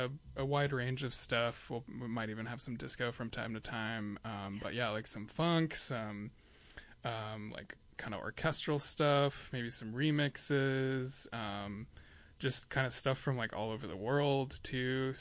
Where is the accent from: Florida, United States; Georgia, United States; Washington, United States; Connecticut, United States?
Washington, United States; Seattle; now in Juneau, United States; I'm from Seattle, and so I listened to KEXP a lot in Seattle